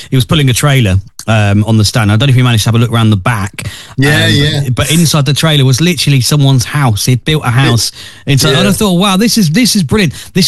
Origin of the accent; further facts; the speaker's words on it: Peterborough, East of England, United Kingdom; That was obviously my hometown show